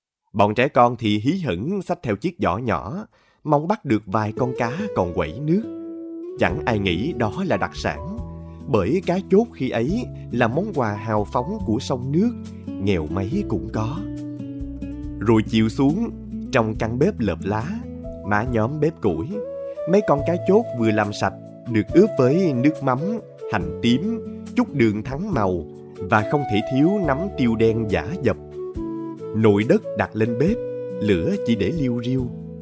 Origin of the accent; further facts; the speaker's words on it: Mekong Delta, Vietnam; những tháng ngày người miền Tây quê tôi còn chắc chiêu từng bữa cơm